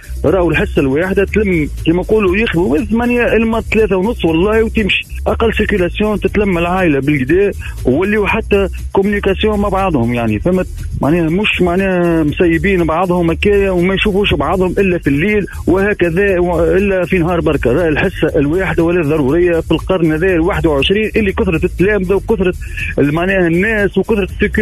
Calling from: Tunis, Tunis Governorate, Tunisia; ألو صباح الخير،

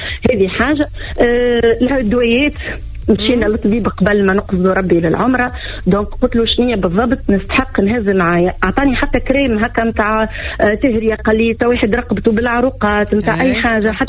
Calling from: Tunisia

